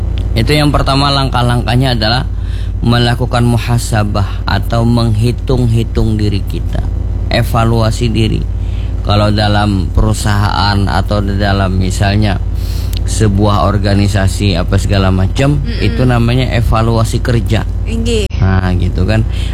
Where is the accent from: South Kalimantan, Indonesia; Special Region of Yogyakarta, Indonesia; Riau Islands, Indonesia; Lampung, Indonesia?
South Kalimantan, Indonesia; Banjar; Makanya kita orang Banjar ini